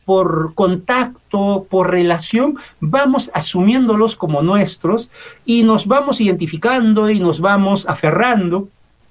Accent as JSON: {"language": "Spanish", "region": "Arequipa", "country": "Peru", "said": "¿Por qué somos tan orgullosos los arequipeños? Sino ¿por qué no lo somos?"}